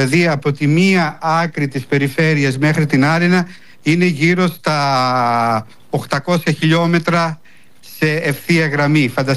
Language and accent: Greek; Greece; now in Italy; Είμαστε σαν Έλληνες λίγοι κληρικοί εδώ